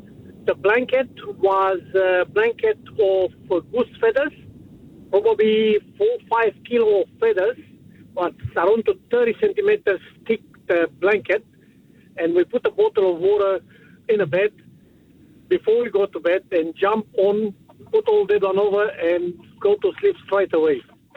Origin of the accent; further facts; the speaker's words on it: Romania; English is a second language; You remember I'm from Romania. Now, in all the days in the communist time, in the winter time, we sleep in a cold room because there's no heating, all right?